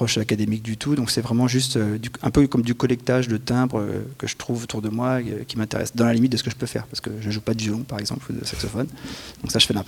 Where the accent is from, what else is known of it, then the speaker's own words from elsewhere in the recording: Brittany, France; moi je suis de Bretagne